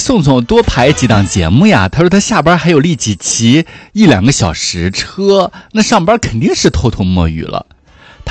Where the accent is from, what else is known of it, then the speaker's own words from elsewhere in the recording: Shandong, China; now in Haikou, China; 作为一个山东人，我都没去逛过大明湖、趵突泉，这些我都没去过。